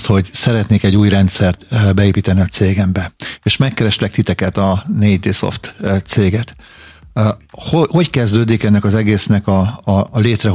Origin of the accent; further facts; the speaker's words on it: Hungary; amúgy is magyarok vagyunk